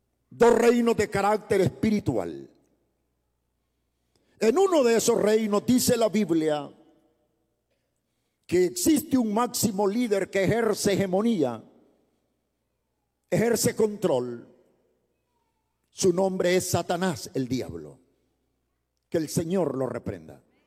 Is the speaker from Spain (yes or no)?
no; Ciudad Barrios, San Miguel, El Salvador; born there; Nací en Ciudad Barrios, en la zona oriental de El Salvador.